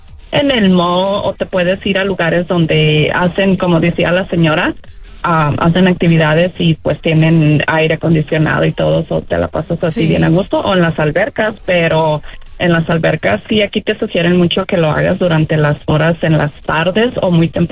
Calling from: Phoenix, Arizona, United States; de aquí de Phoenix también.

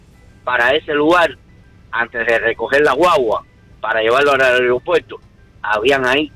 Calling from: Hialeah, Florida, United States

